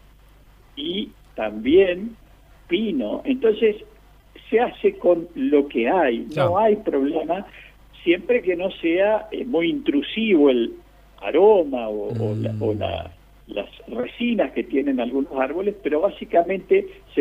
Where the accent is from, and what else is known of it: Tabossi, Entre Ríos, Argentina